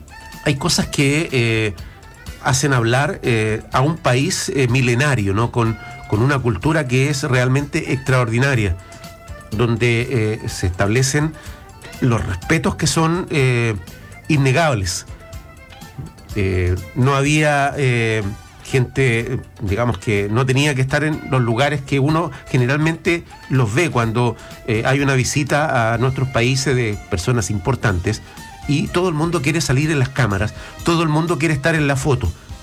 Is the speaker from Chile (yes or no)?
yes; Chile; como chilenos y chilenas